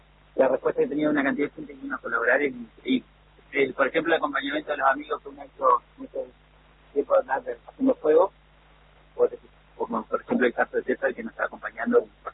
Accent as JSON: {"language": "Spanish", "town": "Viale", "region": "Entre Ríos", "country": "Argentina", "tie": "born there", "lives_now": "Paraná, Argentina", "said": "yo estoy acá a 50 kilómetros, tengo donde nací en Viales"}